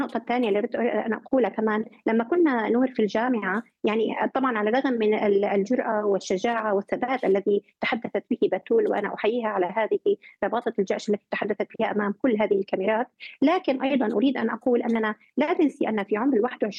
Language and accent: Arabic; Syria; نحن كشعب سوري